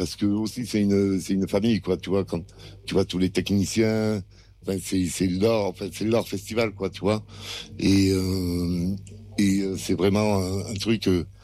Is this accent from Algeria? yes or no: no; Toulouse, Occitanie, France; moved away as an adult; also born or lived in Paris; now in Saint-Père-Marc-en-Poulet, France; moi je suis originaire de Toulouse, et je faisais du rugby, c'était un peu mon métier sur Paris.